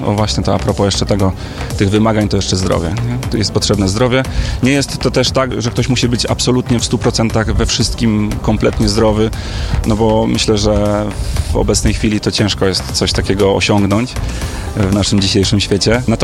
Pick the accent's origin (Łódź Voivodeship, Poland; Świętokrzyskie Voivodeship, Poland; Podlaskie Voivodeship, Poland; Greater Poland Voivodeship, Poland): Greater Poland Voivodeship, Poland; Poznań